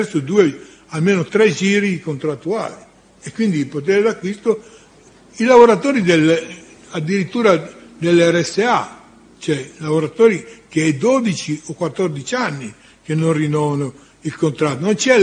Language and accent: Italian; Lombardy, Italy; quando andavamo nelle fabbriche, a Milano, in Lombardia, per parlare, visto che siamo lombardi